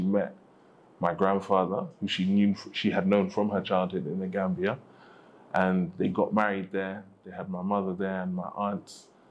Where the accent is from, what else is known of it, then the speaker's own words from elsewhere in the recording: London, United Kingdom; growing up in London. And I grew up in an area in London where, well, all the areas in London I feel are mixed. So it's like the area that I grew up in, Camden Town, Kentish Town